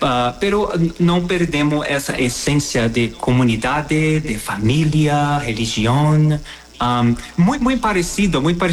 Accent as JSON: {"language": "Spanish", "country": "Brazil", "second_language": "Spanish", "said": "Soy brasileño, yo crecí asistiendo a telenovelas. Telenovelas brasileñas, telenovelas mexicanas."}